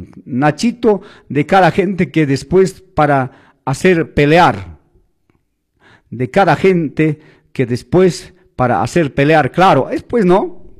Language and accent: Spanish; Velille, Cusco, Peru; now in Santo Tomás, Peru; somos de Belille, radicamos más de 25 años aquí en Santo Tomás.